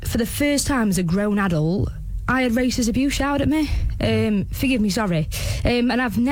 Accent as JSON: {"language": "English", "town": "Worksop", "region": "East Midlands", "country": "United Kingdom", "tie": "born there", "lives_now": "Castleford, United Kingdom", "said": "I was born here. I was born in Worksop. I've lived here all my life, and I was walking to the pub, forgive me if I get upset, I was walking to the pub in where I live in Castleford"}